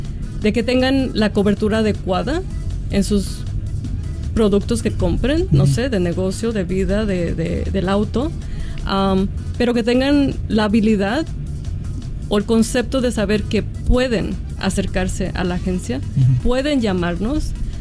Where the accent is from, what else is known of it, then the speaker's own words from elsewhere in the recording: Jalisco, Mexico; now in Aurora, United States; Soy mexicana. Soy de Jalisco, eso. Con más exactitud. la típica jalisciense, ¿no? Uh-huh. Vivo en Aurora.